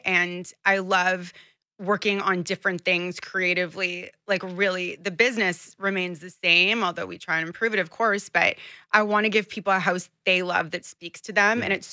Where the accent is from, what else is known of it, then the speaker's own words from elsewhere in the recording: Toronto, Ontario, Canada; Growing up in Toronto, our weather is so extreme.